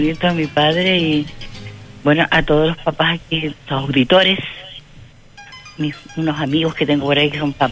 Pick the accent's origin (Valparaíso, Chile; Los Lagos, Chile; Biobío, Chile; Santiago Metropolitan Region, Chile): Valparaíso, Chile; la gente de mi puerto de Valparaíso.